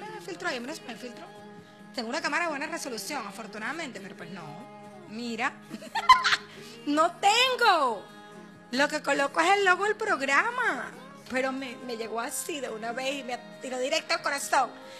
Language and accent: Spanish; Venezuela; Esto es algo que realmente nos está afectando a todos como ciudadanos y como venezolanos.